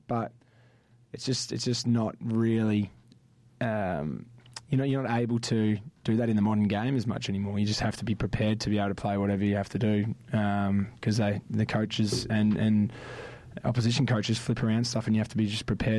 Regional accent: Victoria, Australia; moved away; growing up in Victoria, can't even really remember seeing more than one Freo game on TV over there

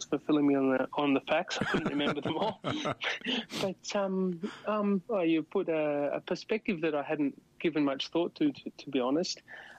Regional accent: Northern Territory, Australia; going back to my growing up in the Northern Territory, I suppose I do appreciate my personal space.

